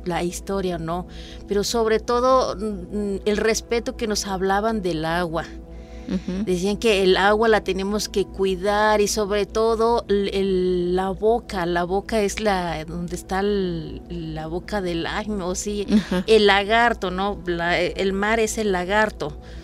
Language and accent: Spanish; Palmital, Veracruz, Mexico; Entonces, yo soy de Palmital, pertenece a Tantuyuca. Palmital ya está colinda con casi como 20 minutos al estado de Hidalgo.